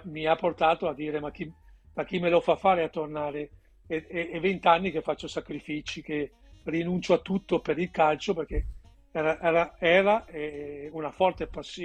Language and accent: Italian; Veneto, Italy; io da Veneto, all'epoca era appena, cioè sempre, io sono cresciuto a pane e terroni, diciamolo, cioè da ragazzini nel nostro Veneto, nel nostro quartiere, nel nostro rione